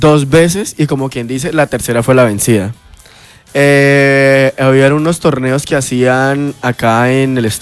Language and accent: Spanish; Sabana de Torres, Santander, Colombia; yo soy de Sabana de Torres.